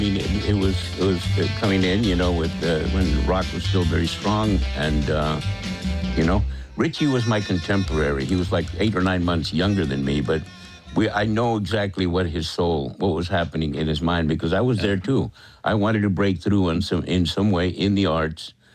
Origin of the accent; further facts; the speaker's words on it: United States; I'm an American. I was born here. My parents were born in Arizona